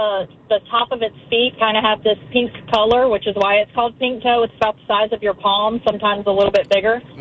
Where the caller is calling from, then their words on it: Richmond, Virginia, United States; Richmond.